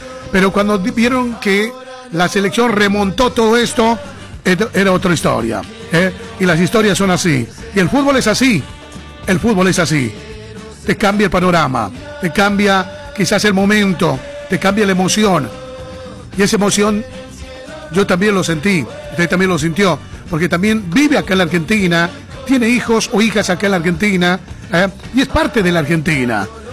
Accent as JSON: {"language": "Spanish", "country": "Bolivia", "said": "como bolivianos, ¿no?, hablando de nuestra selección."}